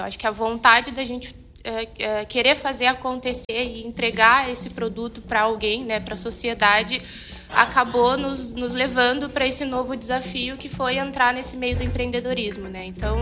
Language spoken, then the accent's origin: Portuguese; Rio de Janeiro, Brazil; now in Rio Grande, Brazil; Não, eu sou do Rio de Janeiro, mas estou aqui em Rio Grande desde 2018.